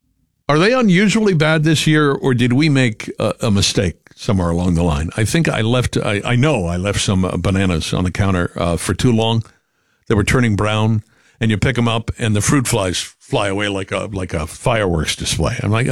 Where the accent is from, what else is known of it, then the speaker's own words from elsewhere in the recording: New Jersey, United States; born there; also born or lived in Massachusetts; when I moved from Massachusetts to New Jersey as a kid